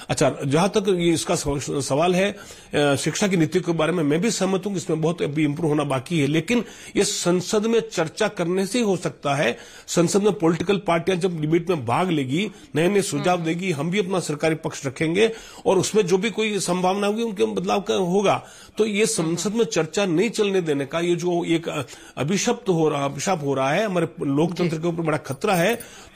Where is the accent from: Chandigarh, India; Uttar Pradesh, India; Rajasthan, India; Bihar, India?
Rajasthan, India; Udaipur; now in Bengaluru, India; मैं कर्नाटक से हूँ और उदयपुर का हूँ, मूल उदयपुर का हूँ, वैसे कर्नाटक से हूँ।